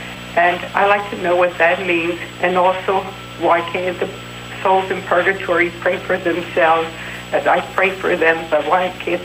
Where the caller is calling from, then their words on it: New Jersey, United States; from New Jersey.